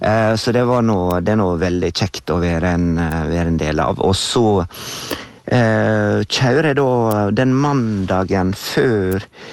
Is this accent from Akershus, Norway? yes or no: no; Brandal, Møre og Romsdal, Norway; moved away; jeg vokste opp I Brandal, der jeg telte en gang at det 13 sekunder å gå til sjøen. Det var over veien ned I fjøra, så var jeg ved sjøen.